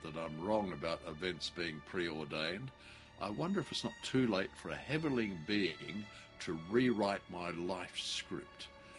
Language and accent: English; Australia; I'm an Australian, obviously, but my father had 11 brothers and sisters.